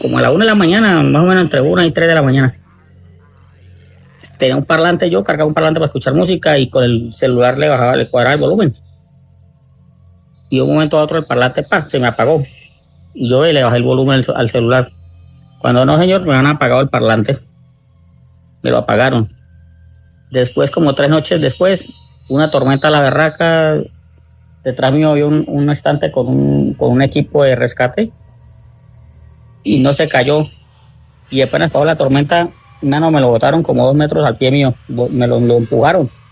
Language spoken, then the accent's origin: Spanish; Guamal, Meta, Colombia; yo soy por acá del Meta, de los Llanos Orientales, más exactamente de Guamal Meta.